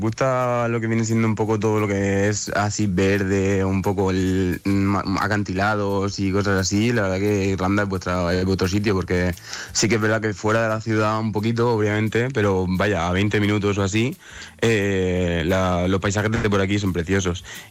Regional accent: Bigastro, Valencian Community, Spain; Sí, yo soy de Bigastro. No sé si lo conoceréis, es

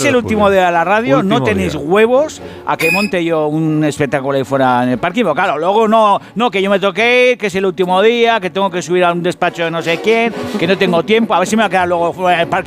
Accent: Basque Country, Spain; eso lo hago por orgullo, porque soy vasco y a mí no me gana ni Bartolo.

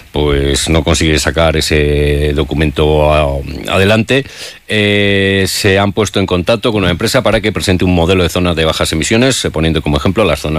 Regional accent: Castile and León, Spain; Somos de Castilla y León

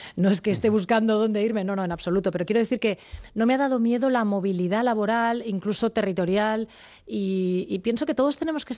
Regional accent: Sant Feliu de Llobregat, Catalonia, Spain; Yo había estado trabajando en Barcelona hasta aquel momento, porque soy de Sant Feliu de Llobregat

